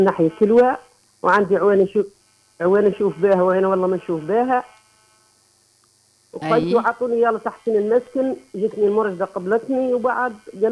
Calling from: Menzel Bouzaiane, Sidi Bouzid, Tunisia; تبع منزل بوزيان غياضة.

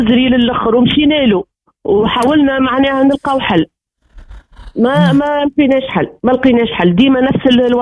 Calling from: Sfax, Sfax Governorate, Tunisia; من صفاقس.

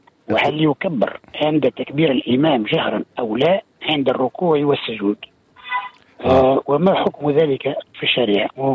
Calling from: Moknine, Monastir Governorate, Tunisia; من المكنين.

